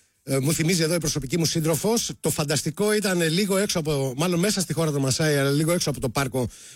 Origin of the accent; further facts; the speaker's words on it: Greece; να καταλαβαίνει ότι είμαστε Έλληνες